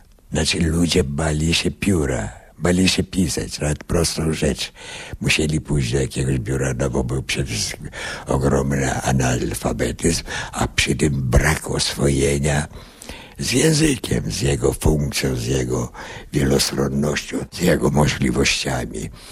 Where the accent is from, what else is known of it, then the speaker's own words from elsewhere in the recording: Vilnius County, Lithuania; accent: Kresy (eastern borderland) Polish; now in Poland; Pochodzę z Wileńszczyzny. Wobec tego moja polszczyzna nosi cechy kresowości. Na czym to polega? Polega to na przykład na tym, że składnia moja jest troszkę inna niż tutaj w centralnej Polsce.